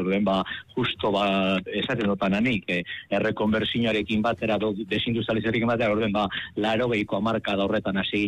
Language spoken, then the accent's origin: Basque; Basauri, Basque Country, Spain; born there; now in Galdakao, Spain; Basauritarra naz, ni jaixo basaurin jaio nintzen, oingaldakon bizinaz.